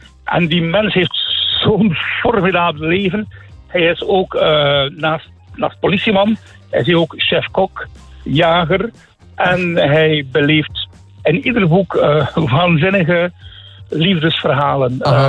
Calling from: Kortemark, Flanders, Belgium; Ik bel nu vanuit de auto. Ik sta op de markt van Kortemark.

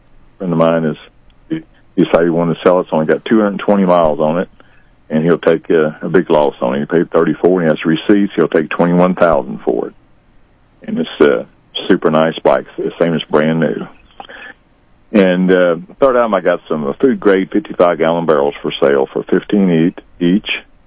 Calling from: Sedalia, Missouri, United States; I live in Sedalia.

